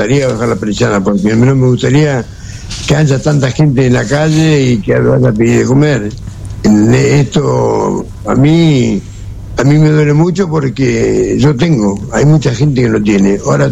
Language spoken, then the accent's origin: Spanish; Argentina; yo soy argentino.